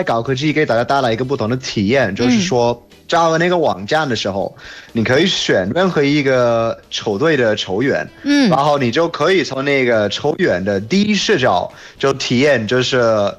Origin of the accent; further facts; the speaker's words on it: England, United Kingdom; Thanks everyone … from the UK. 谢谢大家，